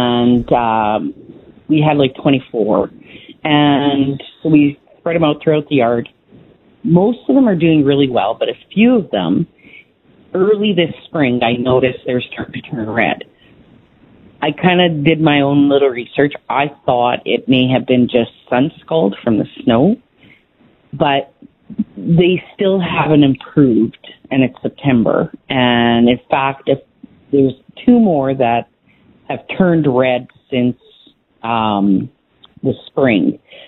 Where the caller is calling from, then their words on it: Saskatchewan, Canada; Just south of Saskatoon, between Saskatoon and Dundurn.